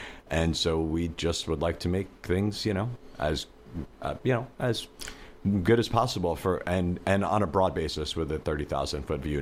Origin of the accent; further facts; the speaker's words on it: East Coast, United States; moved away as an adult; also born or lived in Brooklyn; now in Ashland, United States; So we were living in Brooklyn. I grew up on the East Coast